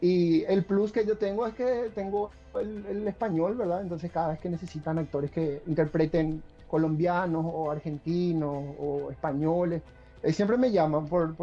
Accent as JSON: {"language": "Spanish", "country": "Paraguay", "moved": "as an adult", "lives_now": "Rio de Janeiro, Brazil"}